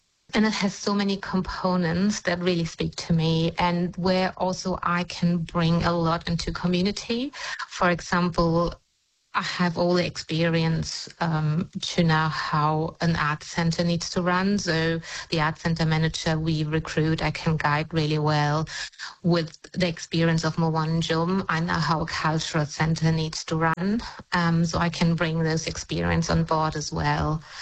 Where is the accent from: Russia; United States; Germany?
Germany; now in Australia; When I came from Germany, of course, I didn't have a clue, and I landed right in the middle of the desert